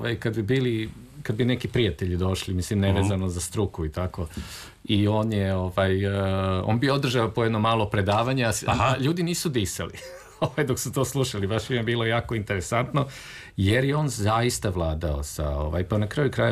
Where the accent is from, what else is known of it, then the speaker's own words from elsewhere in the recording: Belgrade, Serbia; ja sam rođen u Beogradu i prvi dom je bio na Slavi, a onda smo se kasnije preselili u Bulevar Revolucije, tadašnji Bulevar Kralja Aleksandra.